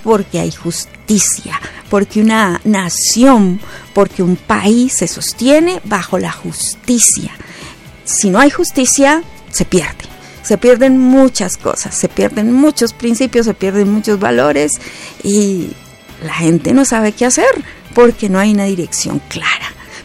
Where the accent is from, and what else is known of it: Colombia